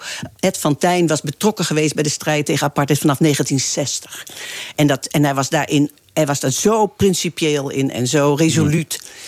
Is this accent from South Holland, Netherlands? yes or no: no; Arnhem, Gelderland, Netherlands; born there; moved away as an adult; also born or lived in Amsterdam; ik in 68 vanuit Arnhem, mijn geboortestad, naar Amsterdam ging.